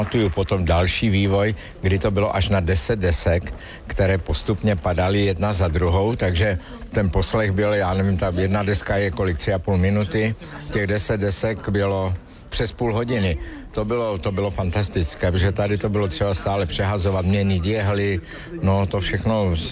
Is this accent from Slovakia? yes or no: yes; Slovakia; tu pop music … a já jsem ze Slovenska, tak to byly ještě z slovenské taneční písně